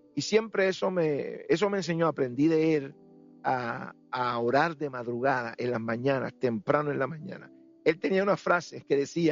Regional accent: Camuy, Puerto Rico; El hermano Gille era maestro de escuela en mi pueblo, en Camuy, en Puerto Rico.

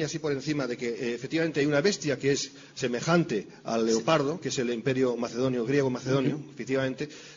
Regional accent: Spain; como español siempre estamos muy acostumbrados al tuteo, ¿verdad?

